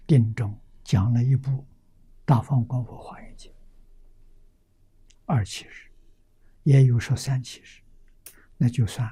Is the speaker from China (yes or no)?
yes; China